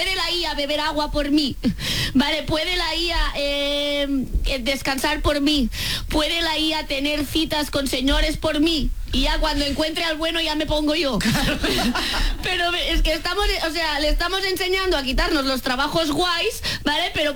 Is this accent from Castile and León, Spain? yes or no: no; Catalonia, Spain; Yo bebo agua porque soy catalana, ¿vale?